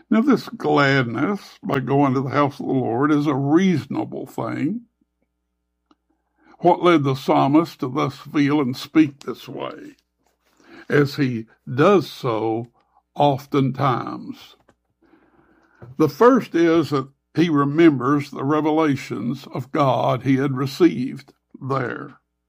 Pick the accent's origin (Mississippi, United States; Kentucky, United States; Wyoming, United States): Kentucky, United States; moved away as an adult; now in Western Kentucky, United States; since I've been in Western Kentucky. Now, I come from Eastern and South Central Kentucky.